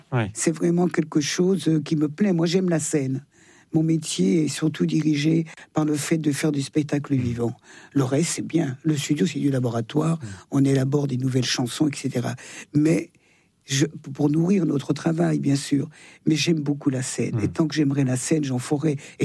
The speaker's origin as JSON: {"language": "French", "region": "Auvergne-Rhône-Alpes", "country": "France", "said": "habitudes savoyardes. Je suis plus savoyarde que française, d'ailleurs. D'ailleurs, les Savoyards, on est français depuis 150 ans."}